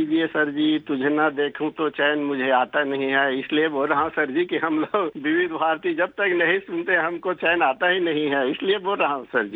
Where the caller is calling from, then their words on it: Nawagarh, Chhattisgarh, India; मैं नवागढ़ कटाई जिला बेमेतरा छत्तीसगढ़ से … बोल रहा हूँ